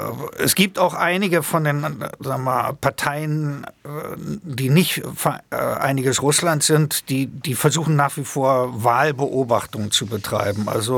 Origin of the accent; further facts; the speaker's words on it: East Germany, Germany; aber ich bin in der DDR groß geworden